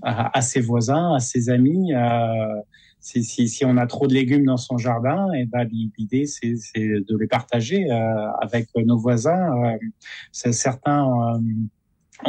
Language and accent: French; Brittany, France; peut cultiver chez nous en Bretagne